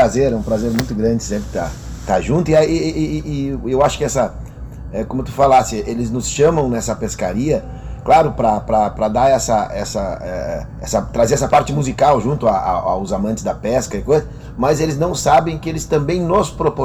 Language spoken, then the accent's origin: Portuguese; Porto Alegre, Rio Grande do Sul, Brazil; born there; now in Barra do Ribeiro, Brazil; Eu tô mais cidadão barrense que porto-alegrense. Nasci em Porto Alegre, mas...